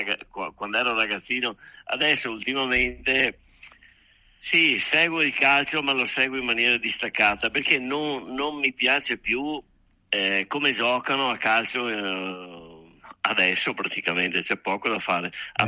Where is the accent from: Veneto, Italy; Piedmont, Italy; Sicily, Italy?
Veneto, Italy; noi siamo veneti